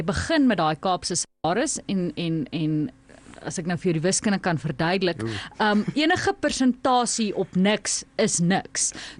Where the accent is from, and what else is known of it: Namibia; moved away as an adult; also born or lived in Cape Town, South Africa